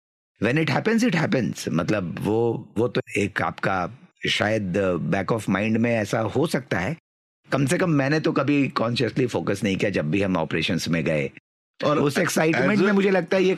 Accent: Muzaffarpur, Bihar, India; now in Nashik, India; नहीं, मैं वैसे तो बिहार से हूं, और अभी मैं नासिक में करीब 8-10 साल से हमारा बेस नासिक में ही है, तो आप अभी मुझे नासिक का भी कह सकते हैं, लेकिन मेरा जन्म बिहार के एक शहर मुजफ्फरपुर में हुआ, और शुरुआती की पढ़ाई मैंने वहीं करी

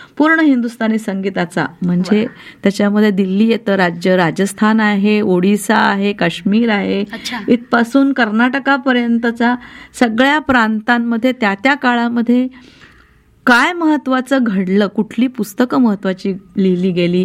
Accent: Maharashtra, India; तर मग मी आहे मूळची तिथलीच.

